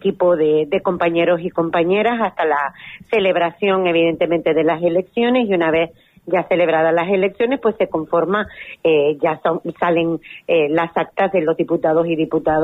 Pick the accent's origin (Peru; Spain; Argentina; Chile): Spain; Lanzarote, Canary Islands; es con mi isla y con mi tierra.